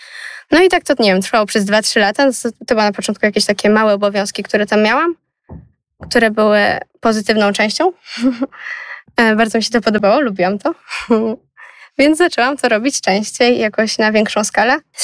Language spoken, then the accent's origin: Polish; Warsaw, Masovian Voivodeship, Poland; mieszkam od urodzenia tutaj na osiedlu, więc do parafii również uczęszczam od zawsze w sumie.